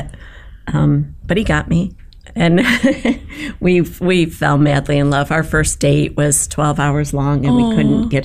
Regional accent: Syracuse, New York, United States; We were both born and raised in the Valley. Mm-hmm. of Syracuse.

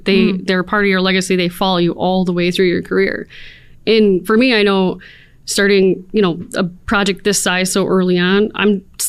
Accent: Allegany County, New York, United States; Born and raised in the Southern Tier. I grew up actually down in Allegheny County, which I think is the farthest south you could get from this office.

